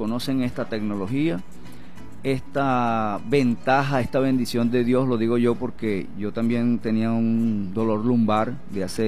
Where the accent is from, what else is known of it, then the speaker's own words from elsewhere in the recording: Venezuela; los venezolanos